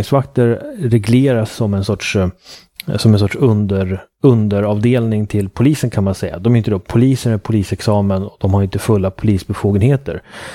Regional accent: Uppsala, Uppsala County, Sweden; jag kommer från Uppsala.

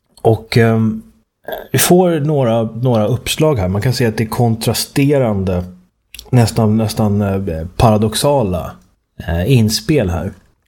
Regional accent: Sweden; moved away; Jag känner ju själv, som jag berättat om tidigare, att sen jag och Sofia flyttade från Sverige

